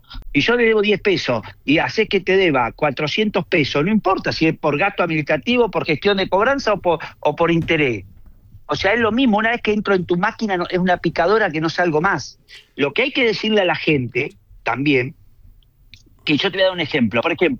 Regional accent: Argentina; Yo no hablo de partidos políticos, no importa cuál, pero los argentinos estamos siendo víctimas de un delito que es la usura

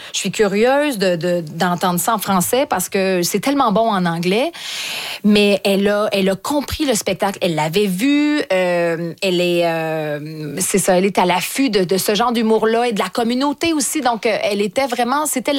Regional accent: Quebec, Canada; accent: strong Québécois; Mais j'ai un fort accent québécois

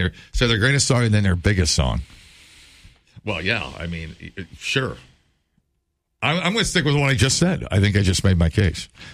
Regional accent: Madison, Wisconsin, United States; You know, growing up in Madison, working here as a young adult, my idea of fancy living in Madison for 15 years was Three Fountains.

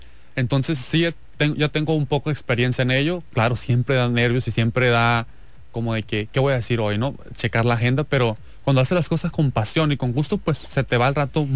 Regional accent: Guamúchil, Sinaloa, Mexico; Muy contentos mis compañeros y yo que venimos desde la ciudad de Guamúchil.

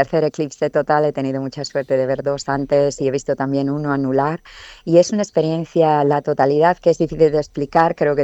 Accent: Galicia, Spain; La productora que lo está haciendo son gallegos. Yo soy de Galicia.

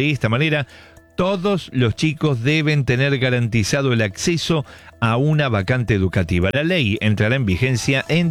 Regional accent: Tobuna, San Pedro, Paraguay; soy de Tobuna, departamento de San Pedro.

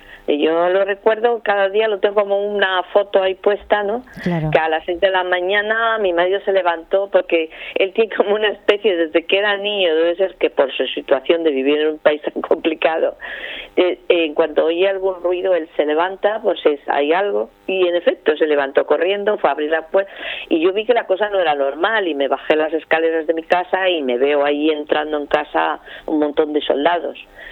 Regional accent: Spain; soy española

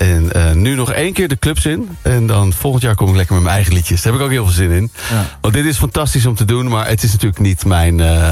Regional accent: Holland, Netherlands; Maar nou ja, ik ben toch een Hollandse jongen, dat kan toch?

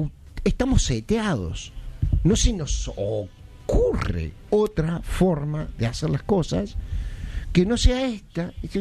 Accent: Charras, Córdoba, Argentina; en mi pueblo de Charra

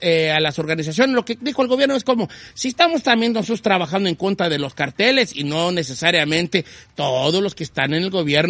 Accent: Guadalajara, Jalisco, Mexico; Yo soy de Guadalajara y ya decimos conexiones con el crimen organizado.

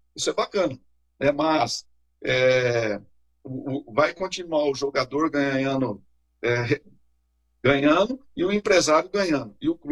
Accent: Cascavel, Paraná, Brazil; Pois é, nós somos de Cascavel, aqui no oeste paranaense. Aqui é uma cidade de 300 e poucos mil habitantes.

